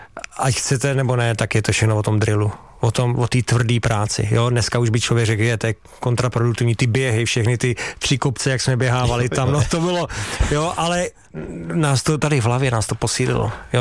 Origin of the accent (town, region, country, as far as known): Hradec Králové, Hradec Králové Region, Czechia; born or raised there; also born or lived in Havlíčkův Brod